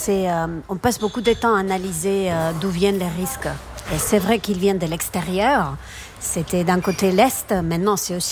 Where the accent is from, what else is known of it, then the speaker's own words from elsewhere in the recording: Basque Country, Spain; Oui, fièrement basque.